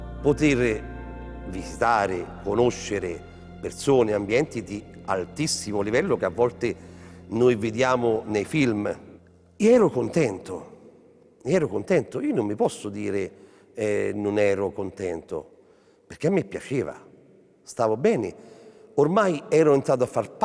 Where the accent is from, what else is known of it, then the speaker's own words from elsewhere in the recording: San Lorenzo Nuovo, Lazio, Italy; also born or lived in Orvieto; Io sono nato a Orvieto, ma sono cresciuto nel paese mio della famiglia, San Lorenzo Nuovo.